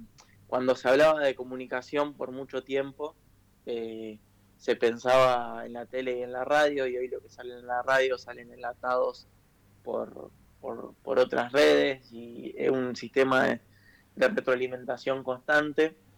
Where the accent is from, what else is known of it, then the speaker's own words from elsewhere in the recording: Pavón Arriba, Santa Fe, Argentina; Soy de Pavón Arriba, un pueblo que queda a 40 kilómetros de Rosario.